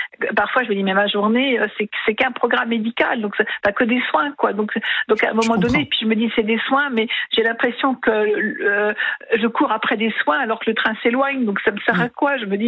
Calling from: Brittany, France; Je suis en Bretagne

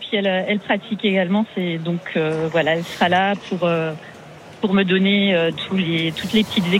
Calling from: Colmar, Grand Est, France; Alors, on vient d'Alsace.

